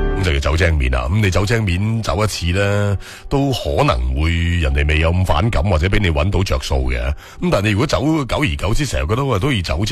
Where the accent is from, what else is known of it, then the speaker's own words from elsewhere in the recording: Guangdong, China; 喺我哋广东人粤语里边咧，亦都表示就话唔要嗰样嘢嘅意思